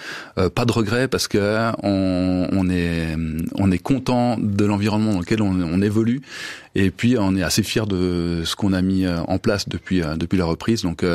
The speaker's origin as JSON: {"language": "French", "town": "Denain", "region": "Hauts-de-France", "country": "France", "tie": "born or raised there"}